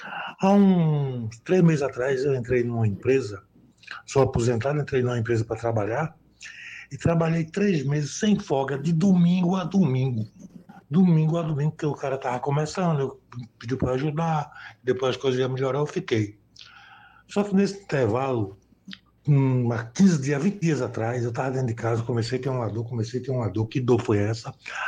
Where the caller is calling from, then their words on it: Rio Doce, Brazil; sou aqui de Rio Doce. Tenho 66 anos